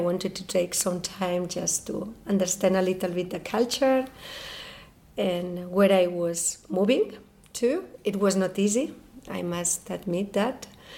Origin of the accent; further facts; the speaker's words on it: Barcelona, Catalonia, Spain; English is a second language; moved away as an adult; also born or lived in Italy / Copenhagen; now in Vienna, Austria; I'm coming from Barcelona. I'm 47 years old. I moved to Vienna 3 years ago. And, well, I lived in Italy many, many years, also in Copenhagen